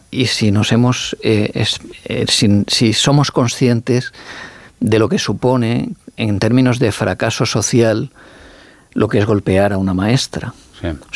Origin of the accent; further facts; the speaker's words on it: Alicante, Valencian Community, Spain; Y soy alicantino, o sea, valenciano.